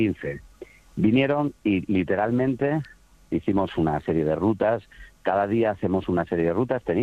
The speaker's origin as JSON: {"language": "Spanish", "town": "Nuñomoral", "region": "Extremadura", "country": "Spain", "tie": "born or raised there", "moved": "yes", "lives_now": "Huesca, Spain", "said": "desde Huesca. Sí, oh. Un extremaño, sí, desde hace bastantes años aquí en Huesca."}